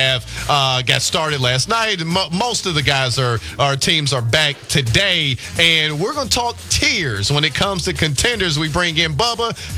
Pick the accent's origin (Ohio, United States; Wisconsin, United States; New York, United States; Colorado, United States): Ohio, United States; Cleveland; I'm from Cleveland. I love my Guardians.